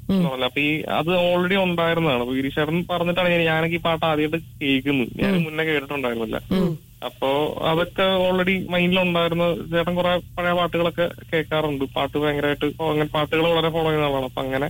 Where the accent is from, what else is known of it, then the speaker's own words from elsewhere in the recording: Kottayam, Kerala, India; ഞാൻ നാട് ശരിക്കും കോട്ടയത്താണ്.